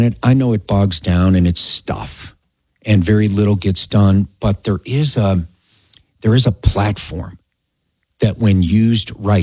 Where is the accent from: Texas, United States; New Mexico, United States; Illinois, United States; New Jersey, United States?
Illinois, United States; Chicago; also born or lived in Colorado; And I'm a city kid. I grew up in Chicago and then, you know, here in the metro area in Colorado, and have never lived in the mountains.